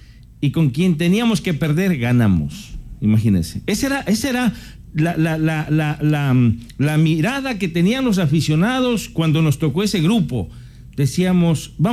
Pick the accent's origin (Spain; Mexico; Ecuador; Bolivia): Ecuador; somos ecuatorianos